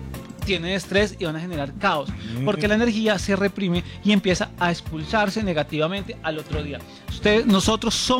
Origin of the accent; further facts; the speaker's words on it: Colombia; realmente somos los colombianos que adoptamos esa situación y realmente es un país de la suerte.